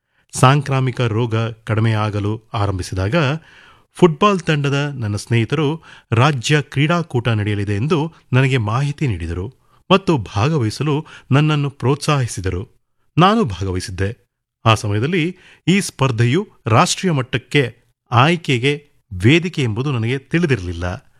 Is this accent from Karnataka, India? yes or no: no; Chhattisgarh, India; ನಾನು ಛತ್ತೀಸ್ಗಢ ಮೂಲದವನು. ಪ್ರಸ್ತುತ ನಾನು ಒಡಿಶಾವನ್ನು ಪ್ರತಿನಿಧಿಸುತ್ತಾ ಸ್ಪರ್ಧಿಸುತ್ತಿದ್ದೇನೆ.